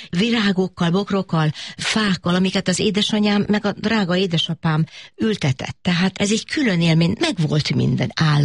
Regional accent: Szeged, Csongrád-Csanád, Hungary; Szeged. Tápékutassi iskola, és ez a, úgy szoktam mondani, a Tiszántúl. Nem a Dunán, hanem a Tiszántúl. És ez egy csodálatos környezet volt, ez egy gyönyörű természeti környezet.

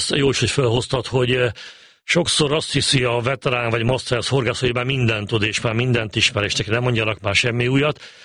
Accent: Csongrád-Csanád, Hungary; Egy faluban nőttem föl, Makó mellett, ahol a Maros folyó is folyik, és van egy kis tó.

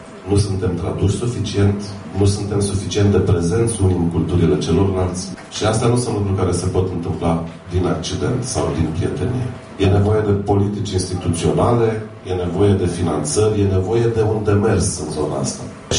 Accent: Maramureș County, Romania; mergea 2 săptămâni pe Valea Vaserului, de unde sunt eu, din Vișel de...

